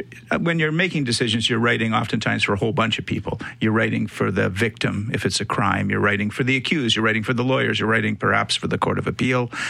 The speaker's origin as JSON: {"language": "English", "region": "Saskatchewan", "country": "Canada", "tie": "born or raised there", "also_born_or_lived": "England", "lives_now": "Winnipeg, Canada", "said": "I was. I was born in England a long time ago. My parents went to the States and ultimately to Saskatchewan, and that's where I grew up."}